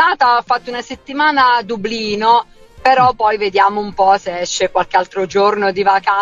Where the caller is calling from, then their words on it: Picerno, Basilicata, Italy; io sono di Picerno, è un paese in provincia di Potenza, Basilicata.